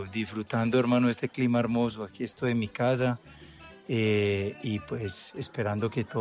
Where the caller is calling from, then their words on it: Envigado, Antioquia, Colombia; Hoy mi barrio es La Pradera, aquí muy cerca al Hospital de Envigado.